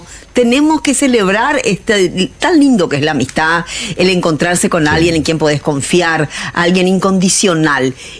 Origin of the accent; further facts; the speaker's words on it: Paraguay; más como es el paraguayo, nosotros sabemos ser amigos.